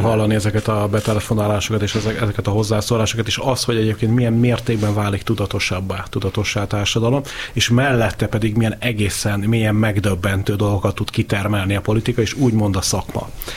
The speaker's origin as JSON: {"language": "Hungarian", "town": "Pécs", "region": "Baranya", "country": "Hungary", "said": "én pécsi vagyok"}